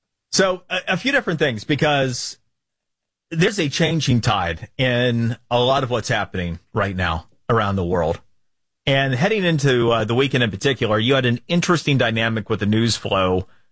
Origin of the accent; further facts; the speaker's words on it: Florida, United States; I literally have been working on in my home state of Florida